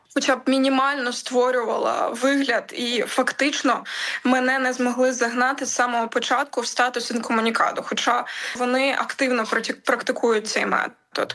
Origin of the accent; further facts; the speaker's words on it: Crimea, Ukraine; moved away; я народилася і росла в Криму, і частина моєї родини до цих пір залишалася в Криму.